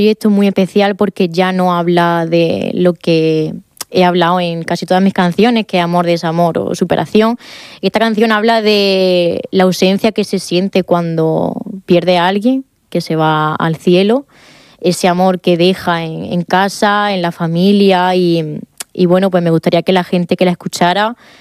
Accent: Region of Murcia, Spain; Mucha gente me dice que si soy de la parte de Andalucía, que si soy andaluza, pero no. Soy de aquí.

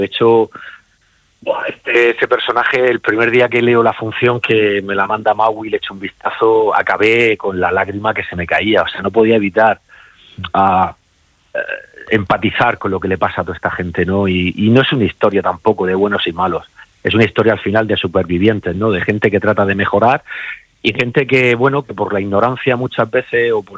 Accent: Cartagena, Region of Murcia, Spain; moved away; me estoy pasando las vacaciones en Cartagena porque yo también me voy acercando a mi tierra, ¿no? Yo soy de aquí, estoy allí trabajando, pero también veo que necesito recoger mis raíces.

